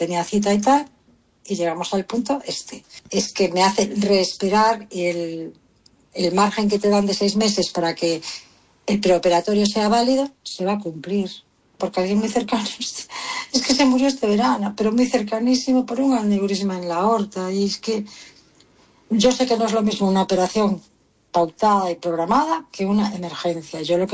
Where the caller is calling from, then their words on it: Vigo, Galicia, Spain; soy de Vigo